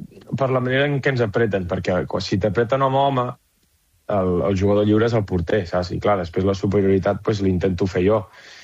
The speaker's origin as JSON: {"language": "Catalan", "town": "Vic", "region": "Catalonia", "country": "Spain", "said": "Però és normal, jo soc de Vic, què vols, fill meu?"}